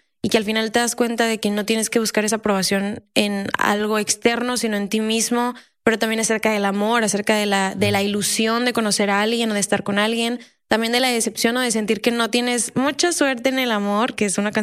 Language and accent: Spanish; Monterrey, Nuevo León, Mexico